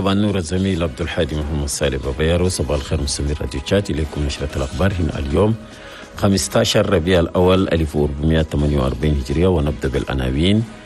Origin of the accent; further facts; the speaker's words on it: Chad; في بلدنا تشاد.